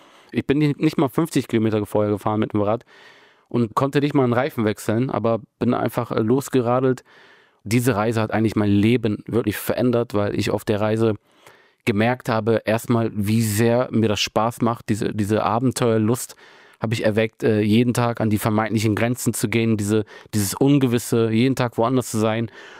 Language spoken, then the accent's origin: German; Bremen, Germany; Ich bin hier in Bremen aufgewachsen, war sowieso jeden Tag mit Fußballspielen beschäftigt